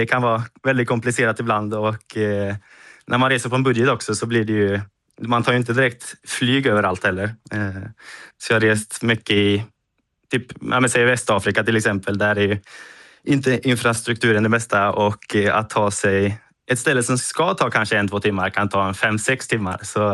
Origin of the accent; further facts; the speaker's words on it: Sweden; hemma i Sverige.